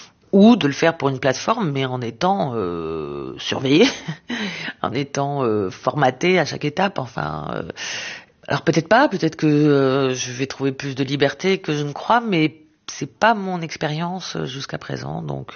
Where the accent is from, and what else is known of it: Israel; born or raised there